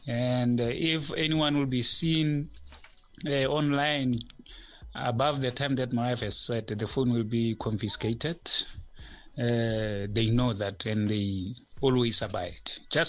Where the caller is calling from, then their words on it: Mahikeng, North West, South Africa; in Mafikeng.